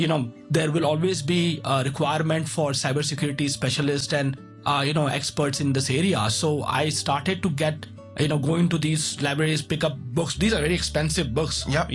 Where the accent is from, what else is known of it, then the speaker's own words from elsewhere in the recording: Mumbai, Maharashtra, India; when I was growing up in Mumbai, I had a mentor, and I started understanding more about, okay, what should I do?